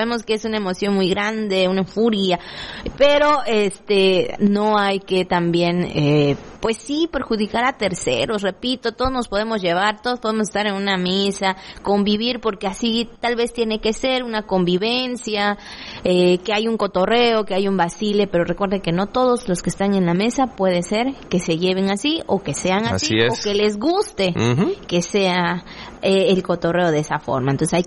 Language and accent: Spanish; Campeche, Mexico; Es una emoción grande como mexicanos, como campechanos.